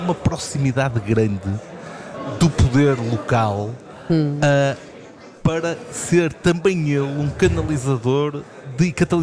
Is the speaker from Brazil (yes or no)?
no; Norte, Portugal; eu sendo minhoto não posso deixar de dizer, o Minho tem sempre, não que o resto do país não tenha, mas o Minho tem sempre duas coisas espetaculares, que é a comida e o vinho.